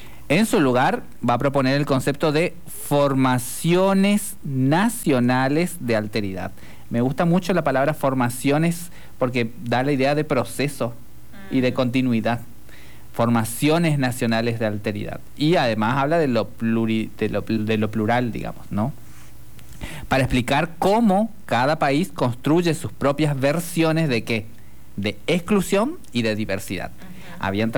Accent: Argentina; como argentinos, por ejemplo, pero en realidad como latinoamericanos.

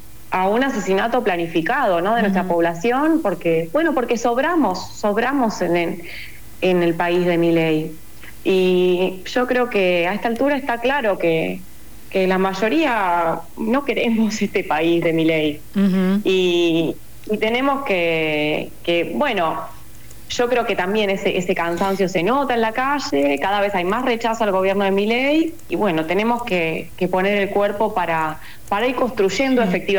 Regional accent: Argentina

